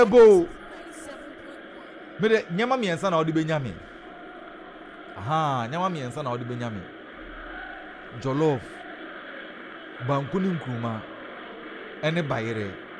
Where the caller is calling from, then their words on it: Takoradi, Western Region, Ghana; from Airport Ridge.